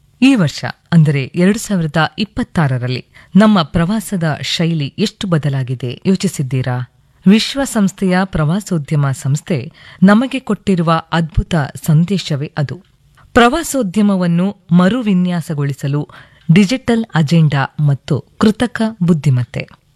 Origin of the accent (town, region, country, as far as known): Karnataka, India